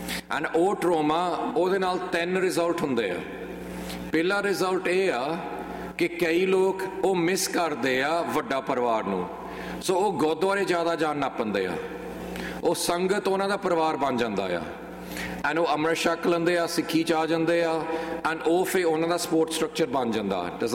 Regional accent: England, United Kingdom; ਅਸੀਂ ਇੰਗਲੈਂਡ ਦੇ ਸਿੱਖ ਹਾਂ, ਸੋ to give you a background on me

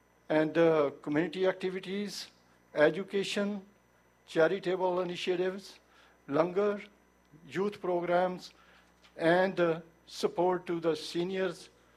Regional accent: Vancouver, British Columbia, Canada; I'm from Vancouver, so.

